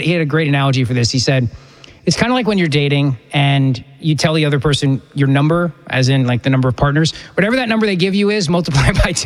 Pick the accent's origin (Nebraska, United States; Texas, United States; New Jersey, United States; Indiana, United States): New Jersey, United States; I grew up in Jersey politics, and I spent a lot of time in Philly politics.